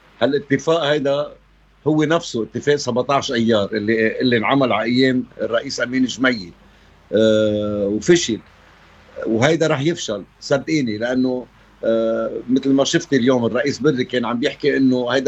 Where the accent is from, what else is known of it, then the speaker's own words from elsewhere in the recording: Lebanon; لأنه نحن بيصير في عنا دفاع دولي بيدافع عن لبنان،